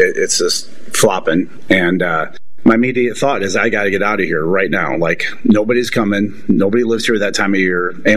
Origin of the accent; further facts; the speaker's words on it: Iowa, United States; I grew up in Northeast Iowa, where wrestling is a religion.